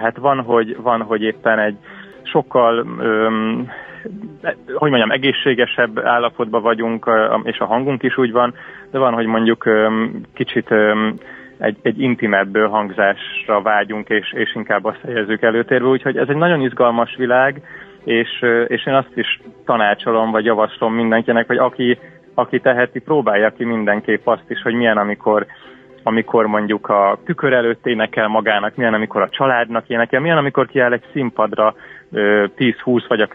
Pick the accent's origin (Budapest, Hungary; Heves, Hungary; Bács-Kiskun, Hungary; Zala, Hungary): Zala, Hungary; Lenti; born or raised there